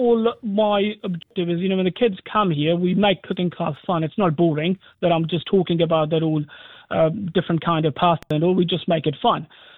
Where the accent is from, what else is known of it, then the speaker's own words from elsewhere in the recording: India; moved away as an adult; now in New Zealand; Because I come from India, you know, where food is very important to us. And when I came to New Zealand